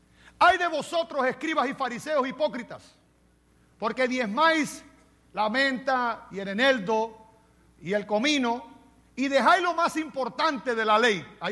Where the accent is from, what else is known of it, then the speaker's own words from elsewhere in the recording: Cuba; moved away; en mi país, en Cuba